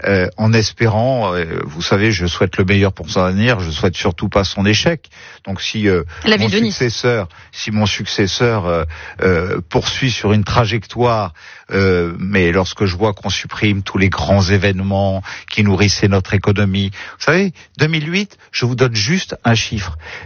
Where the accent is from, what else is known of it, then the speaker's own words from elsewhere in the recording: Nice, Provence-Alpes-Côte d'Azur, France; Vous ne me dites pas au revoir en tant que niçois.